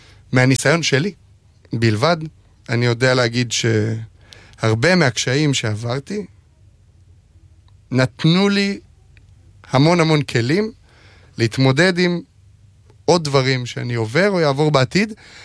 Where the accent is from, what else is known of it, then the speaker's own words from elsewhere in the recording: Alon HaGalil, Northern District, Israel; באלון הגליל, ביישוב שגדלתי בו